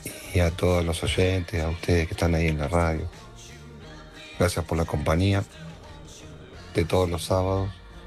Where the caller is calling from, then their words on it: Lanús, Buenos Aires Province, Argentina; de Lanús.